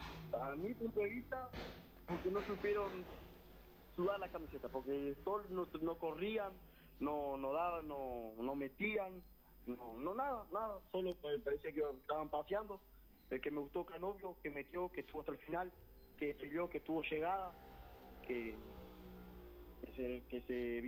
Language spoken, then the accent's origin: Spanish; Uruguay; caliente como todo uruguayo